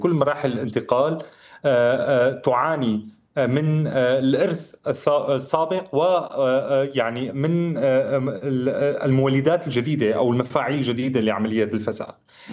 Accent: Syria; نحن كسوريين

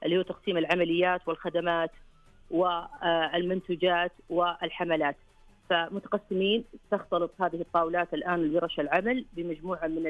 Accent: Saudi Arabia; عندنا في المملكة العربية السعودية

